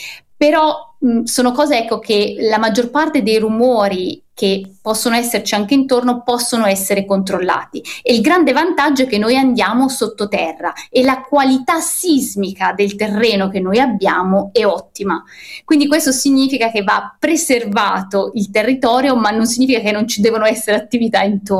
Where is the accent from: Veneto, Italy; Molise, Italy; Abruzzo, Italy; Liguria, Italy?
Abruzzo, Italy; L'Aquila; io vengo dall'Aquila, io lavoro al Gran Sasso Science Institute